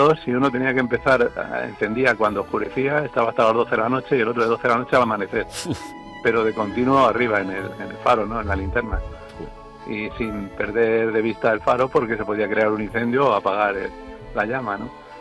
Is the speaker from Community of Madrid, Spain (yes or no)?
yes; Madrid, Community of Madrid, Spain; moved away as an adult; yo soy de Vallecas. Vivíamos en la avenida Albufera